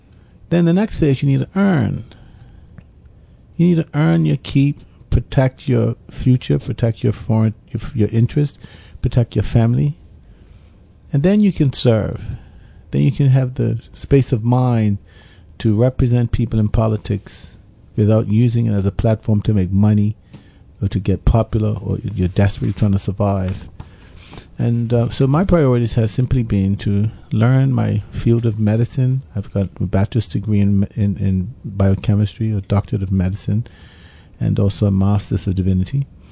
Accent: St. David's, St. George's Parish, Bermuda; I'm from St. David's.

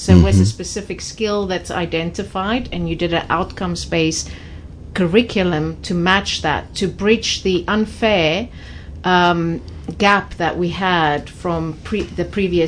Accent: South Africa; moved away; So I'm from South Africa.

